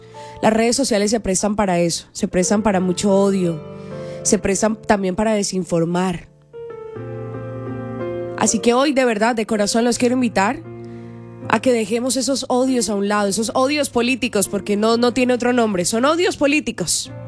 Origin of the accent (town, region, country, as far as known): Colombia